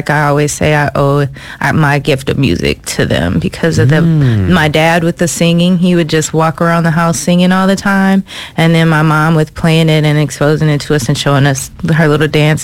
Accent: Minneapolis, Minnesota, United States; moved away as an adult; also born or lived in South Florida / Texas; Originally, I'm born in Minnesota, born and raised North Minneapolis.

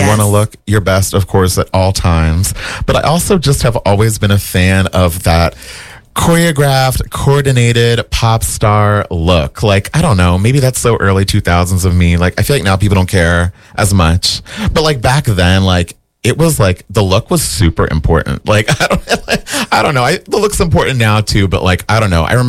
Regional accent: East Coast, United States; now in Minneapolis, United States; I'm from the East Coast

